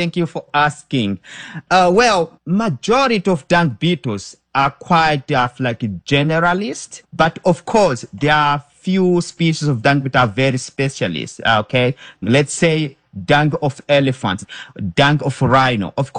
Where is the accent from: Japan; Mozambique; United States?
Mozambique; Beira, Sofala; We grew up together in Beira.